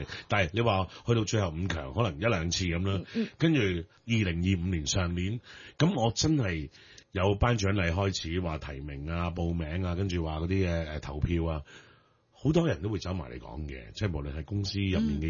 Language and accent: Cantonese; Chaozhou, Guangdong, China; 虽然我系潮州人，虽然我都系家庭观念同埋传统观念都几重嘅一个男人